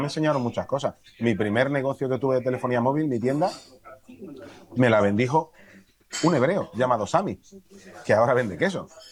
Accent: Ceuta, Spain; nosotros somos las puertas de África. Bueno, perdón, somos la frontera de África, las puertas de Europa.

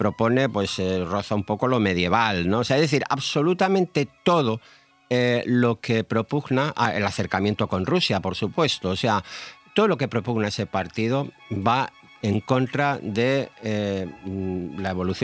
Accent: Spain; Como español y como europeo

